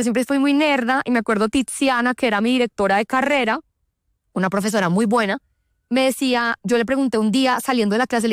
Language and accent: Spanish; Bogotá, Colombia; born there; yo pues soy andina, nací en Bogotá